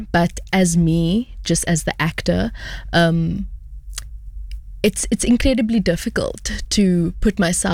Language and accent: English; South Africa; I come from South Africa